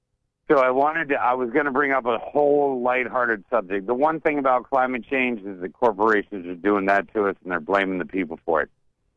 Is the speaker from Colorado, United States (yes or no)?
no; South Carolina, United States; I'm a Kansas City Chiefs fan through and through, but I grew up in South Carolina too, so I'm a Clemson Tiger fan.